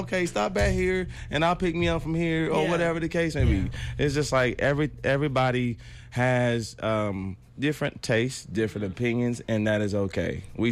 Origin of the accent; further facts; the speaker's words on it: California, United States; I'm from California, okay. So my lingo is a little different.